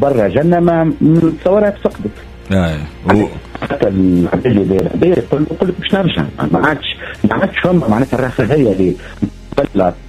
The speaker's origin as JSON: {"language": "Arabic", "country": "Tunisia", "said": "انا كشاب تونسي عمري 28 سنة"}